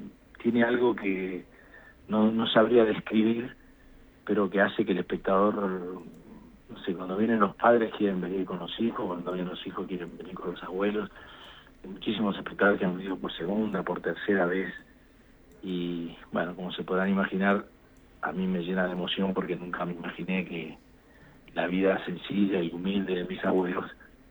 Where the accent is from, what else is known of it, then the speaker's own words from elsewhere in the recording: Paraná, Entre Ríos, Argentina; yo me fui a mi casa de Paraná, donde yo nací, y se los hice a mis hermanos, así nomás, rudimentariamente, en el garage de la casa de mi viejo, donde yo soñaba con ser actor cuando era chico